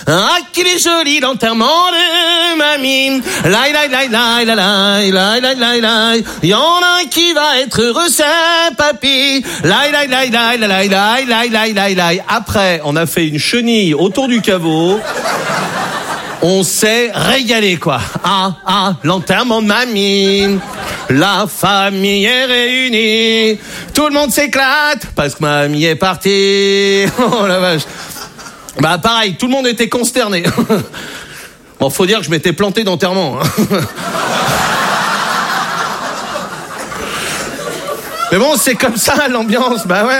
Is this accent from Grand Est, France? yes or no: no; Brittany, France; je suis breton, j'ai 20 ans.